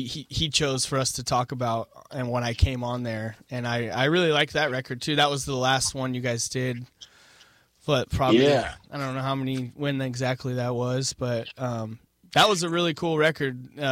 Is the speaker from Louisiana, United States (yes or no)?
no; Corona, California, United States; moved away; I grew up in Corona. So that's how I got to see the Warriors. I could skate to Showcase Theater from my house.